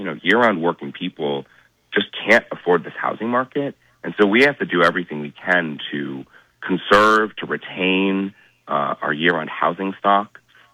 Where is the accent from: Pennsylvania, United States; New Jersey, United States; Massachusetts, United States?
Massachusetts, United States; Truro; the three police officers in Truro, right, my hometown.